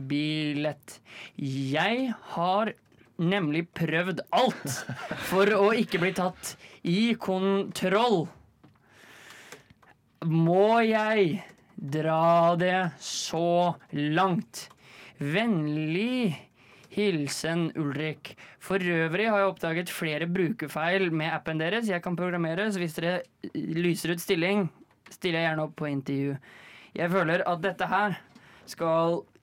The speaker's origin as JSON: {"language": "Norwegian", "region": "Oslo", "country": "Norway", "said": "Jeg er fra Oslo."}